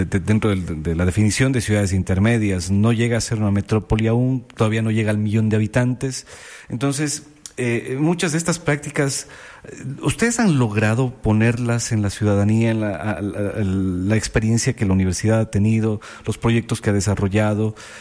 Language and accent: Spanish; Cuenca, Azuay, Ecuador; now in Loja, Ecuador; Yo soy cuencano, pero ya vivo acá unos 20 años, ¿no?